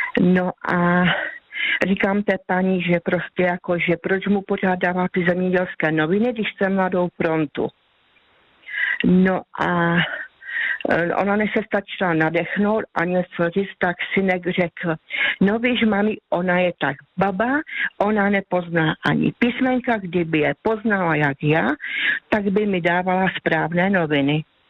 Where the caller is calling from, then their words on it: Karviná District, Moravian-Silesian Region, Czechia; jsem z Karvinska.